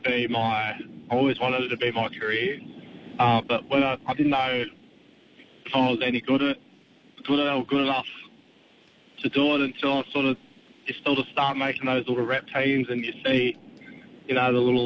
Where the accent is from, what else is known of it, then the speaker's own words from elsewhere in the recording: Newcastle, New South Wales, Australia; I'm from Newcastle, so I worked at the Knights Stadium doing the catering.